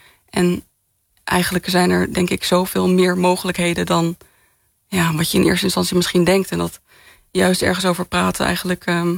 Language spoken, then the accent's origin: Dutch; Arnhem, Gelderland, Netherlands; Ik kom zelf uit Arnhem. Ik heb wel familie ook in Twente, maar...